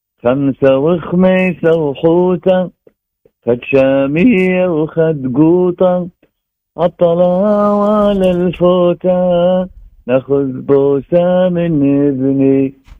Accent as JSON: {"language": "Arabic", "country": "Syria", "accent": "Syrian, with Tunisian words", "moved": "yes", "lives_now": "Tunisia"}